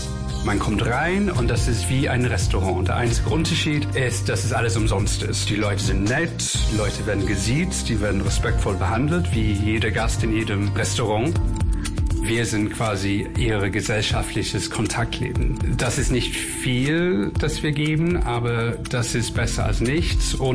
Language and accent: German; England, United Kingdom; German is a second language; moved away as an adult; now in Berlin, Germany; ich bin 53 Jahre alt. Ich bin in England aufgewachsen, aber wohne seit langem im Prenzlauer Berg.